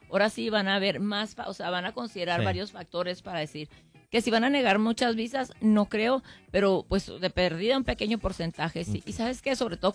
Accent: Mexico; now in United States; así somos los mexicanos

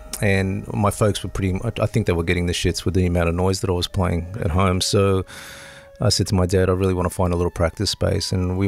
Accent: Sydney, New South Wales, Australia; I grew up in Sydney watching The Next since I was very young.

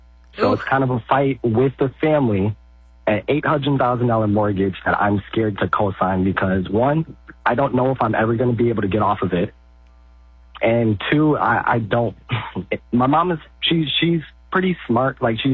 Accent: Wisconsin, United States; now in Arizona, United States; We are from Wisconsin, and my mom, she does pretty good financially.

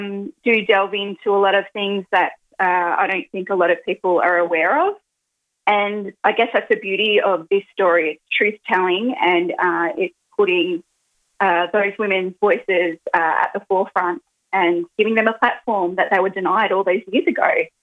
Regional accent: Victoria, Australia; And I grew up with my mum and my mother's mob. So I'm, you know, don't hold it against me. I grew up in Victoria.

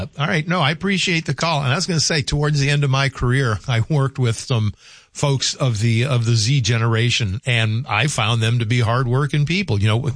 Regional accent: Louisiana, United States; I'm from Louisiana.

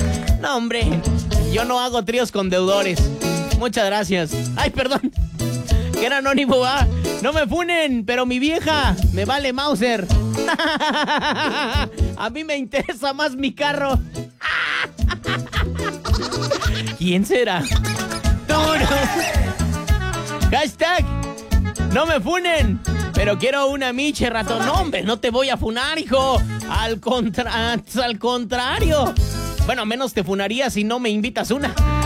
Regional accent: Querétaro, Mexico; Y estoy en Querétaro. ¡Ah, no! Y soy queretano.

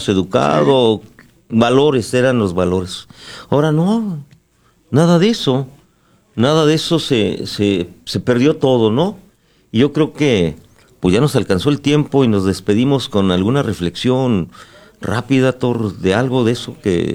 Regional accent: Mexico; los símbolos que nos hacen como mexicanos

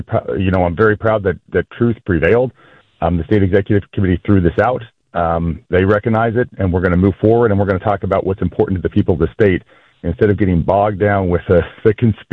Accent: Alabama, United States; I have been an Alabama resident my entire life. Born and raised in Alabama, have my farm in Alabama, my business is based in Alabama

